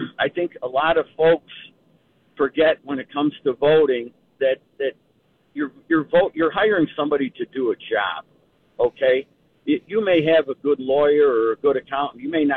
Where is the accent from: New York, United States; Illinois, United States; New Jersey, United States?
Illinois, United States; moved away; I'm a refugee from Illinois originally.